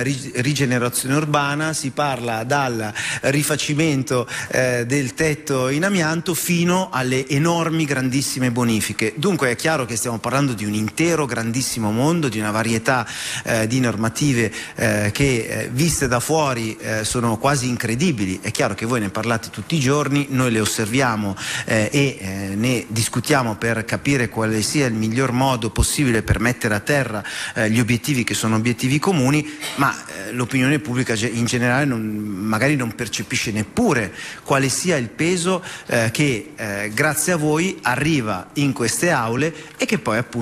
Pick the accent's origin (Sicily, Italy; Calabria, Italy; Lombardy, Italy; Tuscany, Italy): Lombardy, Italy; Milan